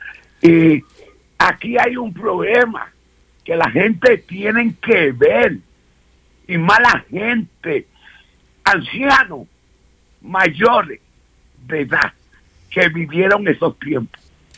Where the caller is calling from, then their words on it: St. Croix, U.S. Virgin Islands; Nosotros somos parte de los Estados Unidos porque fuimos comprados. No podemos votar.